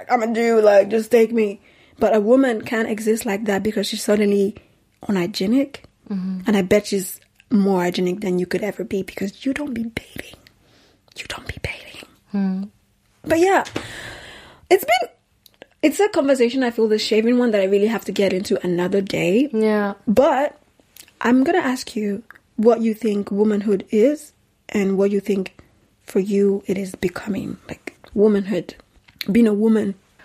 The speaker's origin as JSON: {"language": "English", "country": "Nigeria", "tie": "born or raised there", "moved": "yes"}